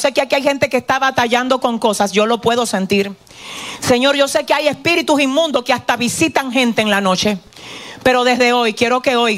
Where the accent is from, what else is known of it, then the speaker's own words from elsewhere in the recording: San Francisco de Macorís, Duarte, Dominican Republic; gente de San Francisco, de donde yo soy, tiene fama de ser gente violenta, rebusera.